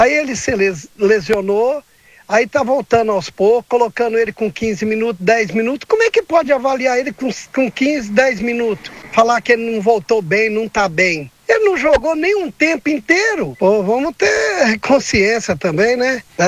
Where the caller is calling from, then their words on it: Aparecida de Goiânia, Goiás, Brazil; motorista por aplicativo, Aparecida de Goiânia.